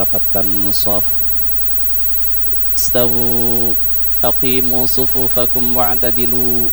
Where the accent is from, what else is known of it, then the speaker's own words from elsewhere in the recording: Indonesia; بلدنا إندونيسيا